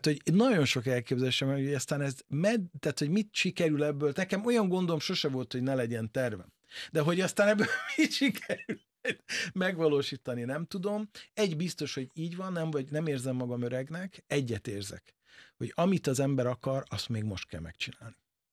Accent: Budapest, Hungary; ilyen angyalföldi vagyok.

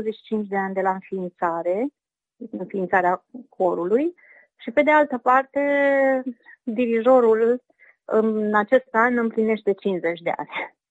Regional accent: Romania; m-am simțit mândră că sunt și eu din România și nu m-am simțit, deci nu m-am simțit singură.

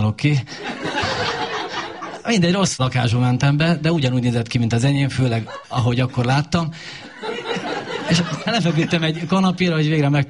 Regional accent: Szerencs, Borsod-Abaúj-Zemplén, Hungary; Mi Szerencséről származunk, Borsod megyéből

